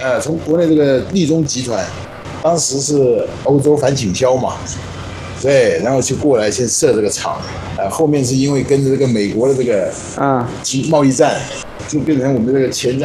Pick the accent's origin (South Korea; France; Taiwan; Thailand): Thailand; 我是泰国人，泰国华裔。